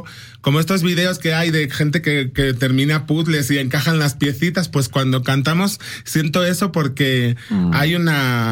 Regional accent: Spain; now in Mexico; O sea, los mexicanos me notan que soy español, pero cuando llego a España me dicen, pero ¿y ese acento que te traes?

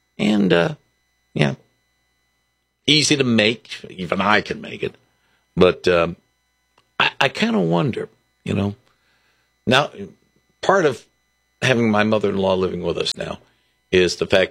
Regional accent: Detroit, Michigan, United States; now in Holland, United States; we grew up in Detroit with the box.

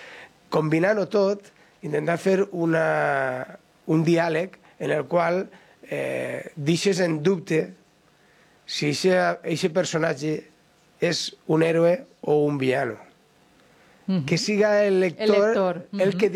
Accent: Alcoy, Valencian Community, Spain; a mi em va demanar que com a Alcoià escriguera sobre dos alcaldes que foren cabdals

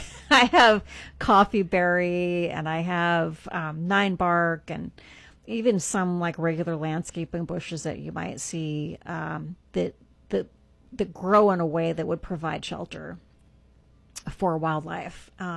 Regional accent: England, United Kingdom; Well, I was born in England. My dad was in the Air Force.

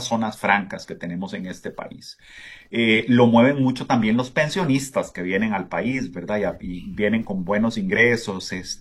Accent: Costa Rica

